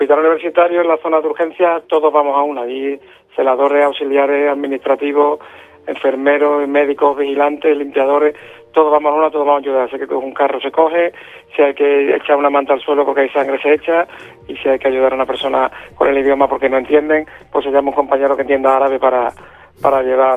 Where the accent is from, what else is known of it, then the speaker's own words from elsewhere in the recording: Almendralejo, Extremadura, Spain; also born or lived in Badalona; Pero yo soy de Almendralejo de toda la vida y extremeño